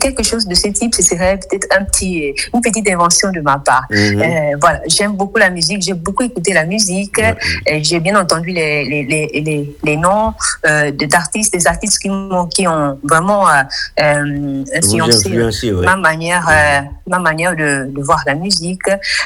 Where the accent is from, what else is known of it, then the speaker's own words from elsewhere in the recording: Gabon; Je suis gabonaise et je suis particulièrement influencée par la culture du terroir.